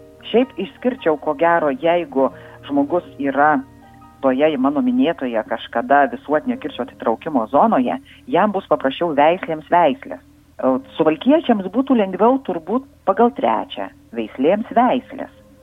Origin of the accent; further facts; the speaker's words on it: Samogitia, Lithuania; man kaip žemaitė yra labai lengva, nes pas mus ir žmonės ėda